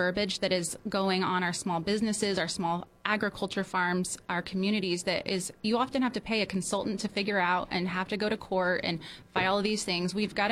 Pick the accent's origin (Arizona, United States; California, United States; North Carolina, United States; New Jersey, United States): California, United States; San Luis Obispo County; I am the only assembly candidate born and raised in Slo County on the Central Coast.